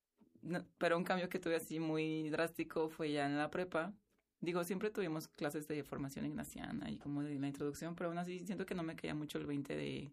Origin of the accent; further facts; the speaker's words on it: Guanajuato, Mexico; born there; now in León, Mexico; yo soy de Guanajuato capital, de hecho. Sí, allá mi tierra natal.